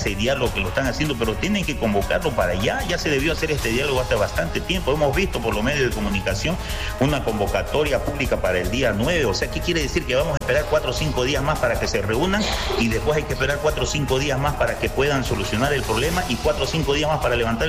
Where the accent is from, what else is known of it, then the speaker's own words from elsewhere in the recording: Bolivia; Somos bolivianos tanto como los otros departamentos